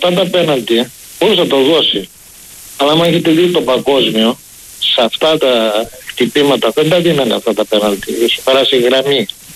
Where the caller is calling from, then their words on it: Germany; είμαι από Γερμανία.